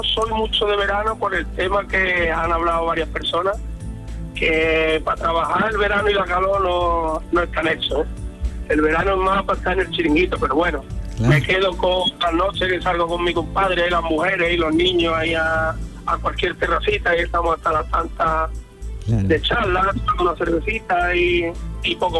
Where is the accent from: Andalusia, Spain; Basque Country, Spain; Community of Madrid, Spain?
Andalusia, Spain; Villanueva del Trabuco; Nosotros somos de Villanueva del Trabuco, el mejor pueblo de Málaga, aprovecho para decirte.